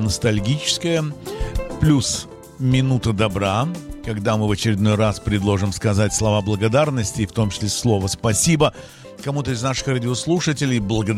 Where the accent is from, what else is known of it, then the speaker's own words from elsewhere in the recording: Ukraine; moved away; Хотя город, в котором я родился и вырос, в Украине, там практически никто не говорил на украинском никогда